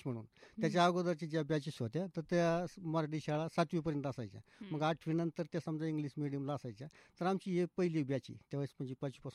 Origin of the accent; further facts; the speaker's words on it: Tamaswadi, Maharashtra, India; तसं मूळ गाव आमचं तामसवाडीचे, तामसवाडी तालुका नेवासा नगर। तसं प्राथमिक शिक्षण आमचं तामसवाडी जिल्हा परिषद प्राथमिक शाळा तामसवाडी या ठिकाणी झालेलं आहे।